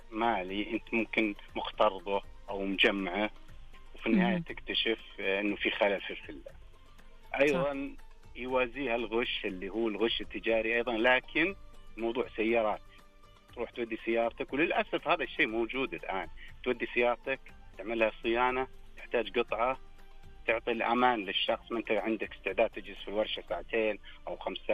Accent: Saudi Arabia; فينا كسعوديين

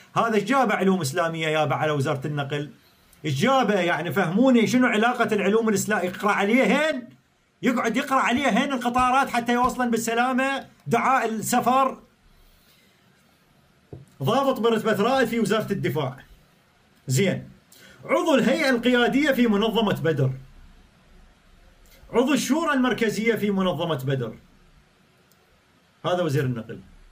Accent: Iraq; احنا كعراقيين

